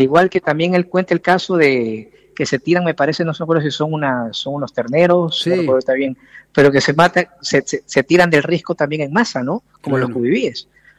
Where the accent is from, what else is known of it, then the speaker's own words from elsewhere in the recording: Ecuador; Mira que siendo ecuatoriano no lo había leído.